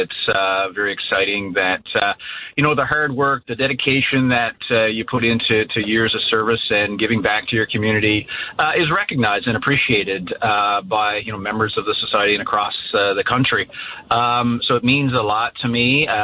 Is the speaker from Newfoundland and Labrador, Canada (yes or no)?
yes; Tollengate, Newfoundland and Labrador, Canada; growing up in a small town and in Tollengate, giving back to my hometown and the people there that I grew up with and know so well.